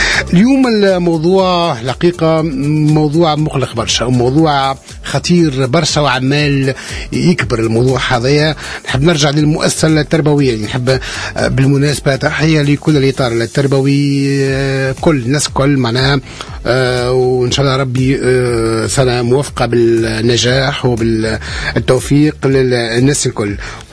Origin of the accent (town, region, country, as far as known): Tunisia